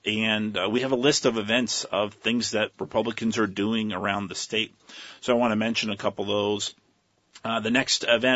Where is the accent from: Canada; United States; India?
United States; Brandon, Vermont; And that's in my hometown of Brandon, Vermont at the Neshebe Golf Club.